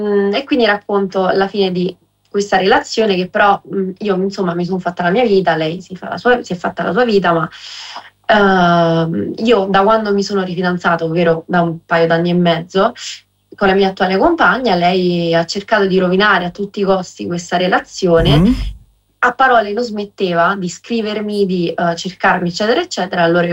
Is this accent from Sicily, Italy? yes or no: no; Formia, Lazio, Italy; Io sono del Lazio, a Fornia, fra Gaeta e Scauri, Sperlonga, quelle zone lì.